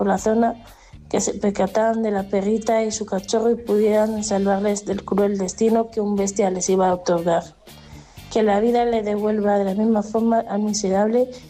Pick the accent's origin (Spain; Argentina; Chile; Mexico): Spain; Region of Murcia; como murciana me preguntan en ocasiones la gente bestia salvaje que vive en mi región.